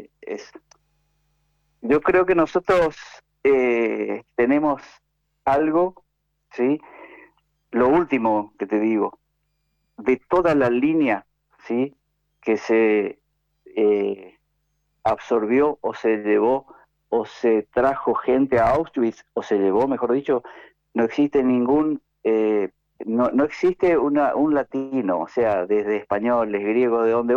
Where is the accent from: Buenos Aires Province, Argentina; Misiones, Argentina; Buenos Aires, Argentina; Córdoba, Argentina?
Misiones, Argentina; El Dorado; yo vuelvo a mi Posadas, yo soy del Dorado, que está cerca de Posadas